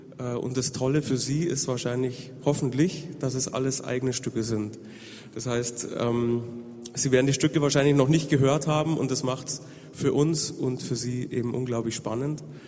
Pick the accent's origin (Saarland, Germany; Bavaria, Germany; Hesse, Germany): Bavaria, Germany; Munich; Ich bin aus München, den haben wir dort zwar nicht